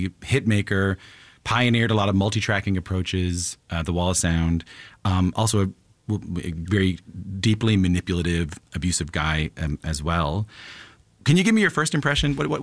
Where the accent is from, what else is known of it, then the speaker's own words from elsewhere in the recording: Ireland; I'm going to St. Patrick's Day. I'll write it. I'm Irish. I'll write a St. Patrick's Day song.